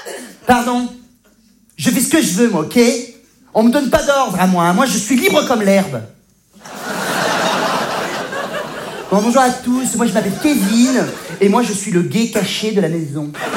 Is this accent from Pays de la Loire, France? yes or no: no; Provence-Alpes-Côte d'Azur, France